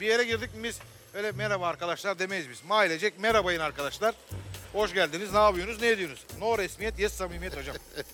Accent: Thrace, Turkey; Buradan tüm hemşerilerime, tüm Trakyalılara sevgiler, saygılar, kucak dolusu selamlar gönderiyorum.

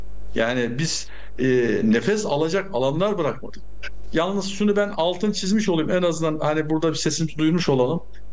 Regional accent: Istanbul, Turkey; Ama biz İstanbullu olarak bunları hak ediyor muyuz?

